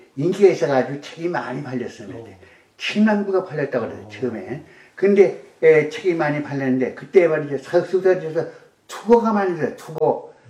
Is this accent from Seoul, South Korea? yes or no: yes; Seoul, South Korea; born there; 나 서울 태생인데